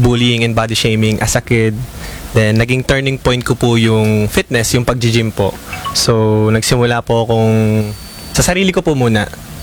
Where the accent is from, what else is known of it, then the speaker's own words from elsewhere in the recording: San Pablo, Calabarzon, Philippines; Taga San Pablo po ako eh. Nag-aaral po ako sa San Pablo Colleges.